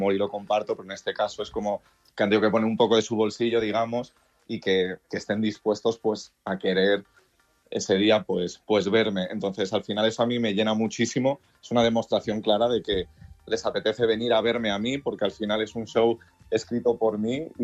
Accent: Balearic Islands, Spain; moved away as an adult; now in Madrid, Spain; soy mallorquín, pero es que ya tengo 36 años y me fui a los 19 a Madrid.

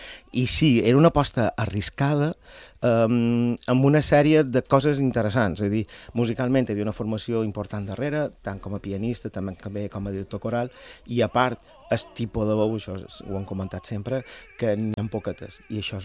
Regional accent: Llucmajor, Balearic Islands, Spain; m'imposa moltíssim cantar en el meu poble

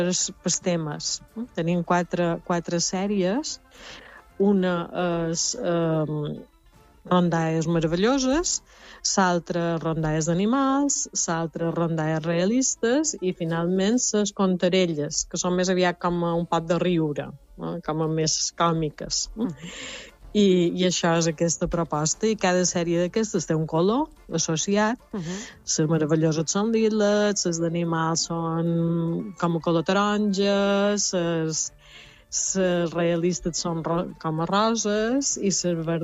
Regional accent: Inca, Balearic Islands, Spain; jo que som d'Inca

